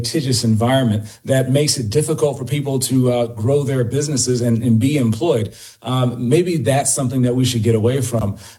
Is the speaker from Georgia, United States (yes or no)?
no; Detroit, Michigan, United States; I was raised in Detroit, and the same houses